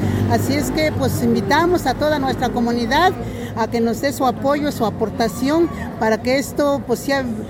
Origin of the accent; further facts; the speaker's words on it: Santa María Coapan, Puebla, Mexico; nuestra comunidad de Santa María Coapan